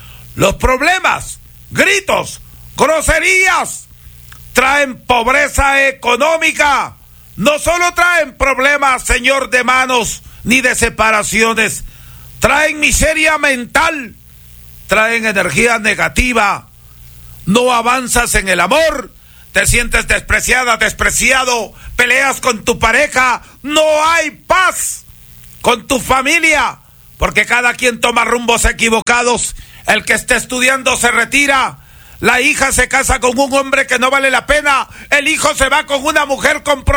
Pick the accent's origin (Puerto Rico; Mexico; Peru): Peru; now in Ecuador; Yo soy peruano.